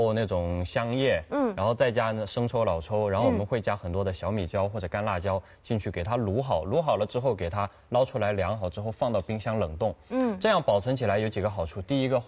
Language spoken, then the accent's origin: Chinese; Jiangxi, China; now in Shanghai, China; 像我老家江西的嘛，像我们那边、